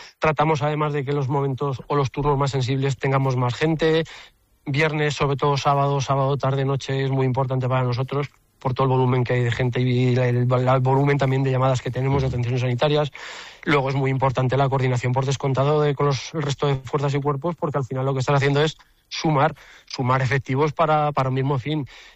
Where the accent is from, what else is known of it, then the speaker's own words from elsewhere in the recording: Teruel, Aragon, Spain; para los que somos de Teruel